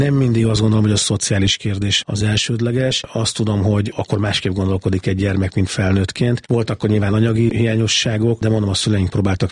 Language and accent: Hungarian; Budapest, Hungary; born there; Én, amire visszaemlékszem, hogy én már Budapesten születtem, 5. a 7 gyermekből